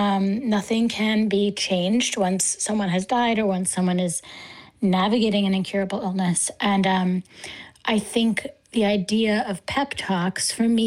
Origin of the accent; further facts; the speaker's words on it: East Coast, United States; I'm from the East Coast